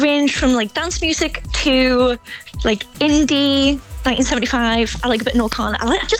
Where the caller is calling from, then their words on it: Sunderland, North East England, United Kingdom; I'm calling from Sunderland.